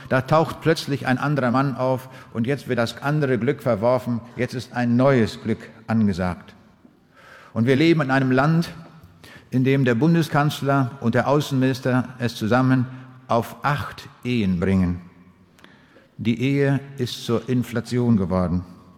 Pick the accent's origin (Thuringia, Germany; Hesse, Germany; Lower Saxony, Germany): Lower Saxony, Germany; Braunschweig; Ich komme aus der Stadt Braunschweig